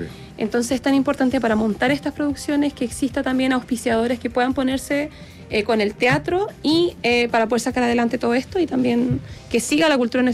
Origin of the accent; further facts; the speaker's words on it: Coquimbo, Chile; yo soy de Guayacán, de Tierras Blancas, en la región de Coquimbo